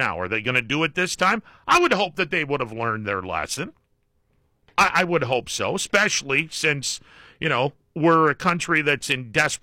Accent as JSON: {"language": "English", "town": "Youngstown", "region": "Ohio", "country": "United States", "said": "I mean, hell, I came from Youngstown."}